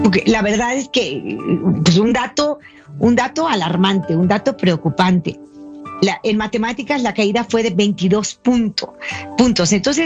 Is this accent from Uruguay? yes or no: no; Mexico; En nuestro país, yo soy de México